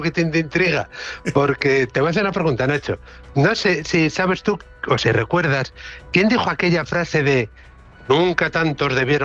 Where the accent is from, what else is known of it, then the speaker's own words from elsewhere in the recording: Spain; porque somos españoles y los españoles tratamos así a nuestros próceres, las cosas como son.